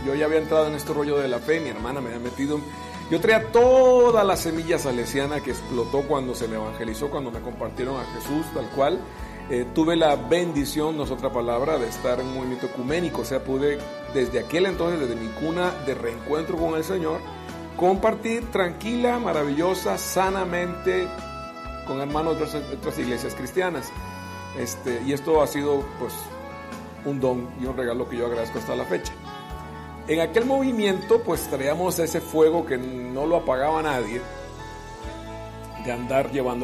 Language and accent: Spanish; Costa Rica; born there; mi país natal, de Costa Rica